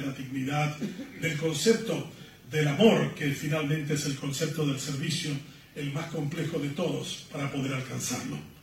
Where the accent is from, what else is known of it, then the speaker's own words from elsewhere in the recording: Paraguay; Los paraguayos nos definimos en torno a esa lengua tan singular de la que les he hablado esta noche para presentarles una visión de nuestro país.